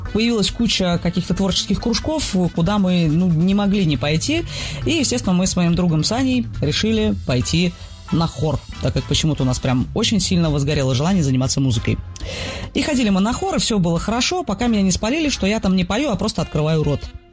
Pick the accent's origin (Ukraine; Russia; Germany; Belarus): Russia; Kaliningrad Oblast; Я родилась в Калининградской области, училась в школе в небольшом городке на побережье.